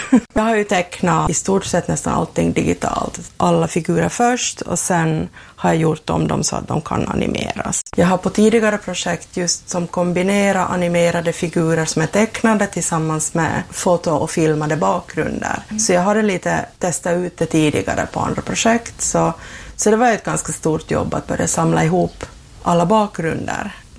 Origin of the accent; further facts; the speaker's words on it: Kaskinen, Ostrobothnia, Finland; Jag är från Kaskö